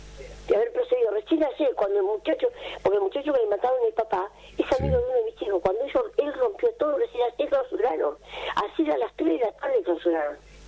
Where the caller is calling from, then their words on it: González Catán, Buenos Aires Province, Argentina; hace 40 años vivo en González Catán. Esto es tierra de nadie